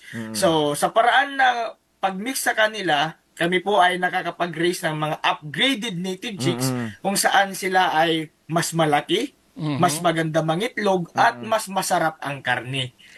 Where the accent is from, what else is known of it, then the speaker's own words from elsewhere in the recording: Catbalogan, Eastern Visayas, Philippines; Actually, I am from Catbalogan City po. Ang farm po namin ay located sa Barangay Pikit, Paranas, Samar.